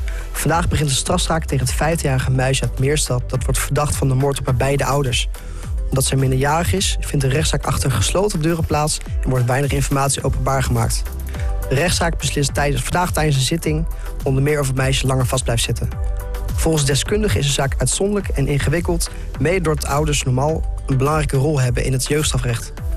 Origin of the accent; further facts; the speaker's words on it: Veendam, Groningen, Netherlands; Ik kom uit Groningen, uit Veendam.